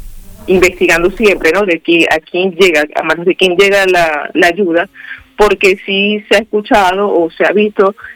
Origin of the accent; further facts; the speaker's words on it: Venezuela; esto ha sido algo que nos ha afectado a todos, obviamente, como hermanos venezolanos que somos.